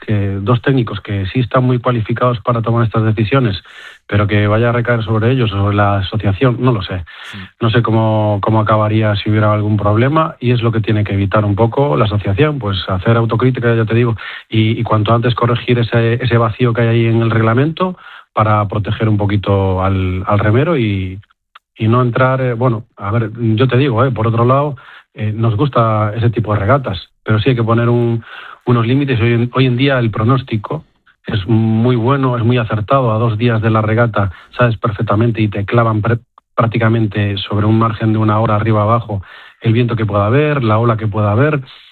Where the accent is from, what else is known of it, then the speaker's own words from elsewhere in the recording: Galicia, Spain; yo vengo de Galicia